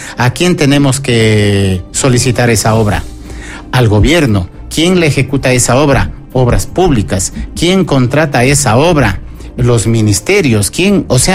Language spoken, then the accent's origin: Spanish; Pichincha, Ecuador; born there; also born or lived in Santo Domingo de los Colorados, Ecuador; now in Cuenca, Ecuador; Yo nací en Santo Domingo de los Colorados, hoy provincia Santo Domingo de los Áchilas. He crecido la mitad de mi vida en Pichincha y hoy me encuentro residiendo aquí en el Azuay durante ya quizás 15 años.